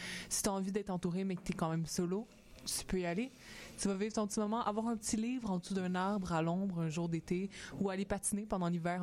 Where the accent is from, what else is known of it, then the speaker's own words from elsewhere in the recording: Montreal, Quebec, Canada; C'est comme première chose qui me vient en tête en tant que Montréalaise, c'est les pique-niques au parc, tu sais.